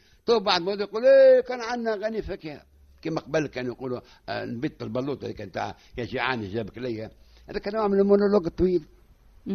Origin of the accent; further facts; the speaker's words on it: Tunisia; البوسبول كان عندنا في تونس كنت نتفرج فيه أنا وخالي في محمد الخامس